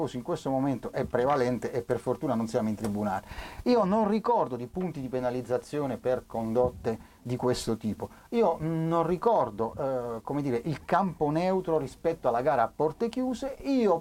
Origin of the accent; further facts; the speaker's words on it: Taranto, Apulia, Italy; Io sono del Taranto, sono tifoso del Taranto, sono appassionato della mia città